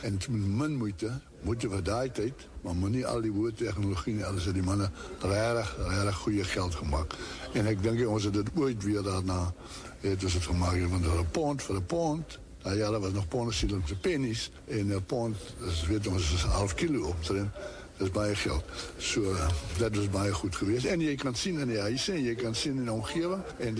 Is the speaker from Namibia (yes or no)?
yes; Namibia; Dus ek sê, ek is gebore in Namibië, en daar groot geword, en een van vier seuns.